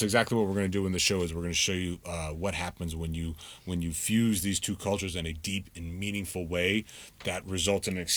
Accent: Miami, Florida, United States; hey, we have a Miami bass arrangement as well too, because we are from Miami

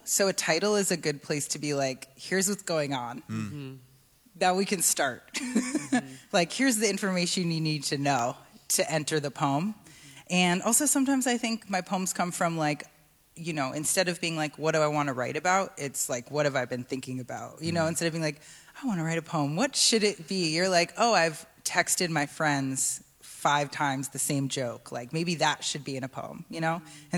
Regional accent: Hartford, Connecticut, United States; also born or lived in Windsor, Connecticut; And I grew up in Hartford, Connecticut, and Windsor, Connecticut, technically.

